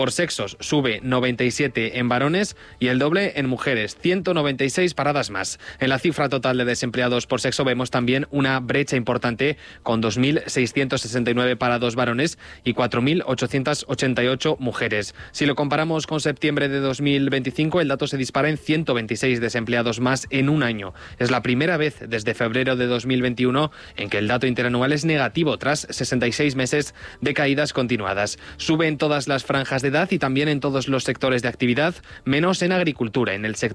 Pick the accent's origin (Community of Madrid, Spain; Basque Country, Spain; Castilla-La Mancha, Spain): Castilla-La Mancha, Spain; born there; en la zona de la comarca de La Jara, en mi pueblo